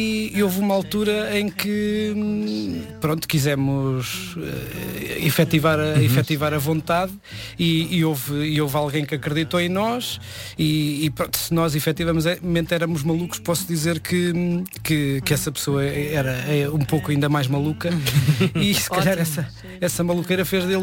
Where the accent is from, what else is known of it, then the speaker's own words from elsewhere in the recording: Meda, Centro, Portugal; Mas nós afirmamos-nos como beirões e somos beirões, vá.